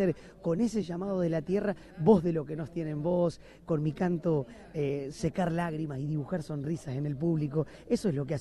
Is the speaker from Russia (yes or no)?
no; Rojas, Buenos Aires Province, Argentina; born there; Rojas, mi pueblo, está de aquí distante 170 kilómetros, o sea, menos de 2 horas, estamos cerca.